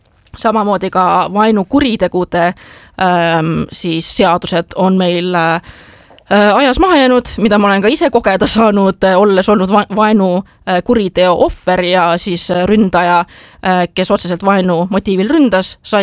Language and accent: Estonian; Tallinn, Harju County, Estonia; kuna mina olen Tallinnast ja Tallinna poliitik